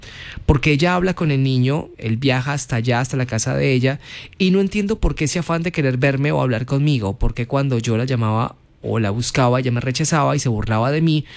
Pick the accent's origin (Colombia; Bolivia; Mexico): Colombia; Morales, Cauca; viajé a Cali para trabajar, ya que yo soy de Morales, Cauca.